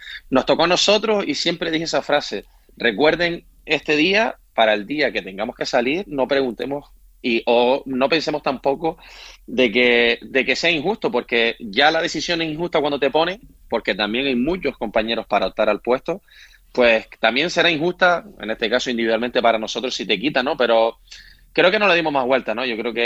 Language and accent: Spanish; Canary Islands, Spain; Estamos en un club de cantera y como canario y como, pues bueno, habitante de la isla, todos queremos lo bueno para el club, ¿no?